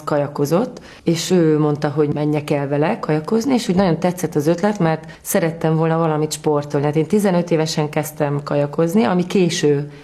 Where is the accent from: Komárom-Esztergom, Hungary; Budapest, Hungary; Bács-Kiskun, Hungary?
Budapest, Hungary; also born or lived in Buda, 12th district, Budapest; én Zuglóban születtem, aztán 11 éves koromban pedig Budára költöztem a 12. kerületbe.